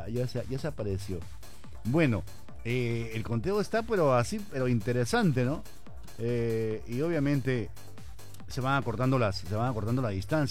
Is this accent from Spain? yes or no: no; Peru; nosotros cumplimos como peruanos